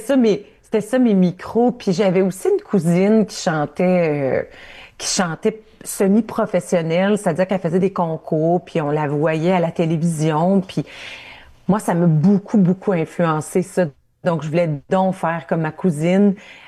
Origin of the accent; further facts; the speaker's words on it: Ontario, Canada; Moi, je viens de l'Ontario, je viens